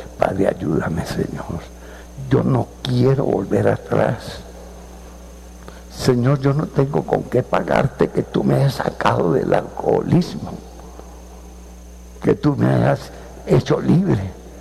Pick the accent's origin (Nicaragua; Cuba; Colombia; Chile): Colombia; Ubaté, Cundinamarca; born there; moved away; mi pueblo donde nací